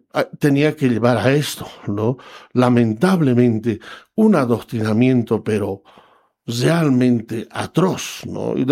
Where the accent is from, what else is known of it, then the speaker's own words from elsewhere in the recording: Bolivia; born there; now in La Paz, Bolivia; en mi pueblo, porque estoy todavía allá afiliado a mi barrio, afiliado a mi sindicato, afiliado a los regantes